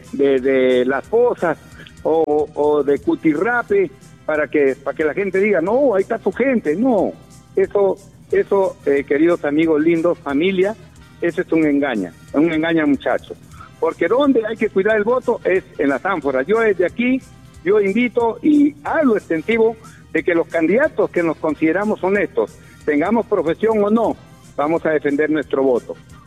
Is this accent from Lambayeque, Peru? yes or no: yes; Olmos, Lambayeque, Peru; mi pueblo de Olmos